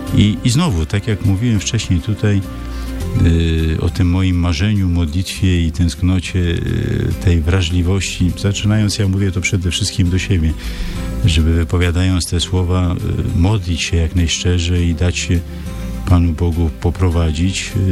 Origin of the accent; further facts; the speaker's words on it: Radom, Masovian Voivodeship, Poland; u nas w Radomiu